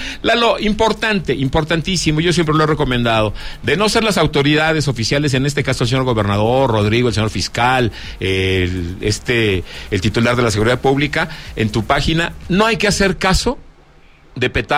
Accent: Zacatecas, Mexico; parte fundamental de mi tierra Zacatecas.

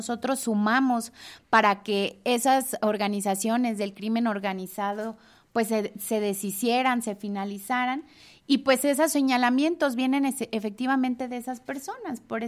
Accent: Mexico; defendernos como mexicanas, como mexicanos

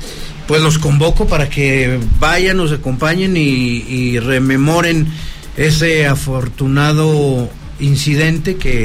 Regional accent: Zacatecas, Mexico; Somos cuatro artistas zacatecanos de amplia trayectoria

